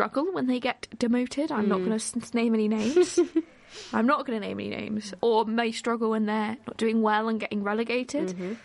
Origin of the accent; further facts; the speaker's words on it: London, United Kingdom; I'm from London.